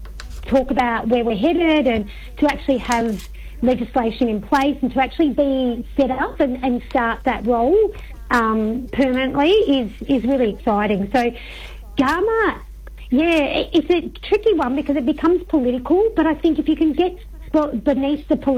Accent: Australia; So I'm from Naam, so I'm a Wurundjeri Noongar Ilamarung woman.

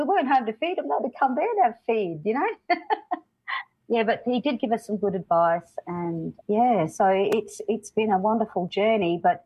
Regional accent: Mabantwa, Northern Territory, Australia; we're from Mabantwa

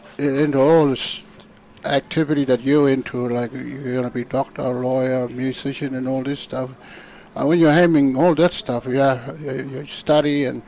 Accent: Alice Springs, Northern Territory, Australia; also born or lived in Docker River; So born and bred in Alice Spring

